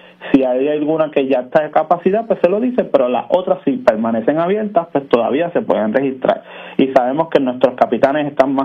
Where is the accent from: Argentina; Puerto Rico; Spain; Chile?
Puerto Rico; Mayagüez; Yo soy de Mayagüez.